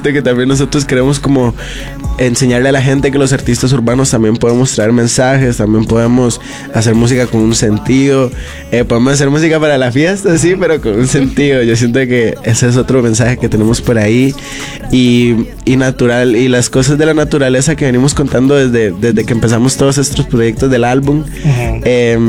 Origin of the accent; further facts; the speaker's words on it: Costa Rica; dejamos de usar palabras de nuestro país y dejamos como de hablar como nosotros hablábamos. Entonces eso hizo que perdiéramos un poco esa identidad que nos hace conectar como costarricenses.